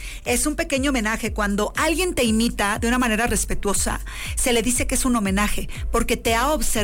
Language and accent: Spanish; Tamaulipas, Mexico; now in Coahuila, Mexico; ambos somos de Tamaulipas, pero somos coahuilenses porque tenemos 200 mil millones de años viviendo en esta tierra maravillosa.